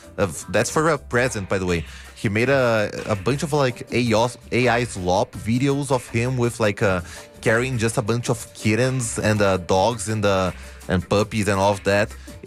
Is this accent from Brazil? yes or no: yes; Brazil; accent: Portuguese; English is a second language; moved away; my Portuguese accent.